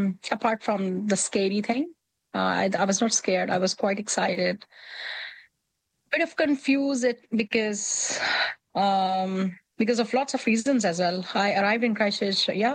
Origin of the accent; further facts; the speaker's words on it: Lahore, Punjab, Pakistan; moved away as an adult; now in New Zealand; You know, I come from Lahore, Pakistan. It's very crowded, very busy area.